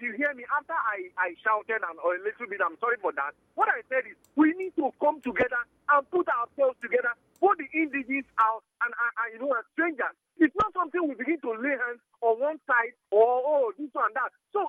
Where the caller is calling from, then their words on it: Rivers, Nigeria; Let me start with where I come from. As you speak, an average Ikwere boy